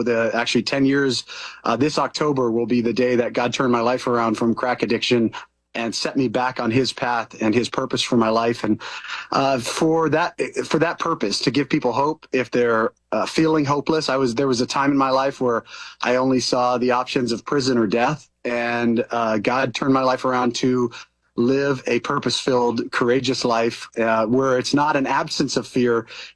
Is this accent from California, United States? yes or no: yes; California, United States; moved away; I'm in California, where I grew up in the Sierra Nevada mountains